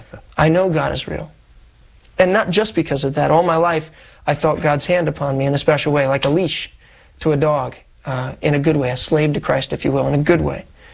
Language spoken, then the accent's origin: English; Columbus, Ohio, United States; Born and raised in Columbus, Ohio.